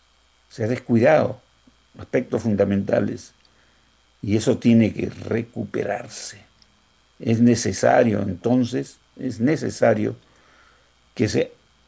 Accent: Peru; Yo no soy fujimorista, ojo, sino yo soy peruano.

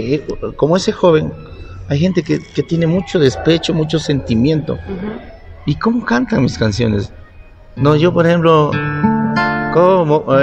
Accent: Cali, Valle del Cauca, Colombia; Yo soy nacido aquí en Cali, soy valluno, pero mis padres son nariños.

